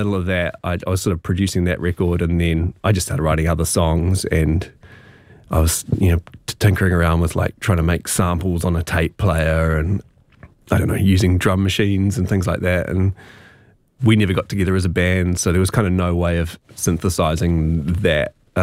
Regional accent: Christchurch, Canterbury, New Zealand; moved away; doing it in my hometown

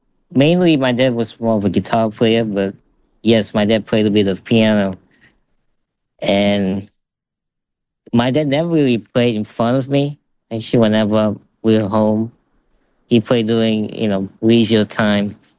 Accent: Bali, Indonesia; even growing up in Bali, where it's not, you know, a place where they do jazz

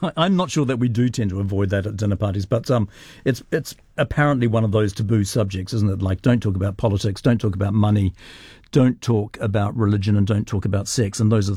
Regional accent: Singapore; I was brought up in Singapore when my father was the chaplain of St. Andrew's College in Singapore

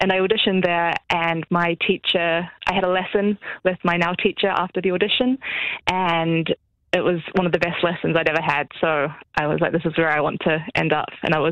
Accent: Dunedin, Otago, New Zealand; accent: South Otago Southern; also born or lived in Australia / Finland; I'm from Dunedin. I was born in Australia, but I don't like to bring that up. But I moved here when I was one.

